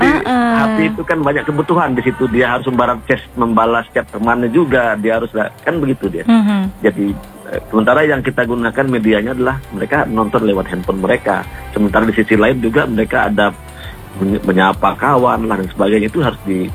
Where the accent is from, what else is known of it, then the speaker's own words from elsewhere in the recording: West Nusa Tenggara, Indonesia; budaya kita, Sasak kita ini